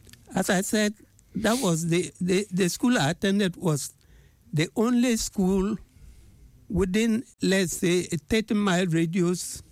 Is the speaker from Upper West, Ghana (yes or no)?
yes; Jirapa, Upper West, Ghana; also born or lived in Wa; my hometown, Jirapa.